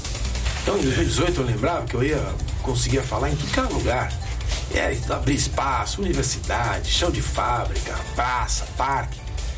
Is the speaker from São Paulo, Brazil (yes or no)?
yes; São Paulo, Brazil; Nós somos paulistas.